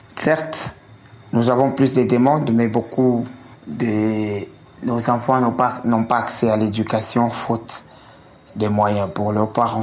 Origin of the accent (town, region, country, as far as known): Kolwezi, Lualaba, DR Congo